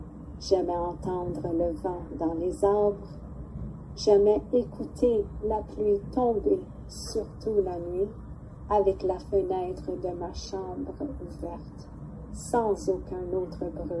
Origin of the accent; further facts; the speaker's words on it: Geraldton, Ontario, Canada; Je suis une fille du Nord. Je suis née à Geraldton et j'y ai grandi.